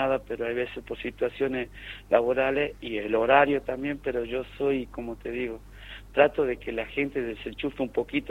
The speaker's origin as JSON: {"language": "Spanish", "country": "Argentina", "said": "mis colores argentinos, por mi nación"}